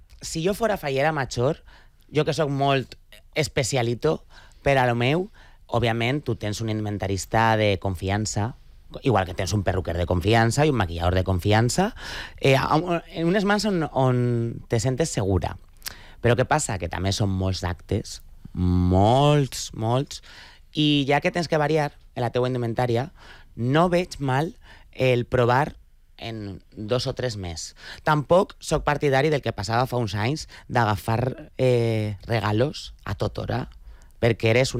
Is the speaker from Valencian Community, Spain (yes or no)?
yes; Valencian Community, Spain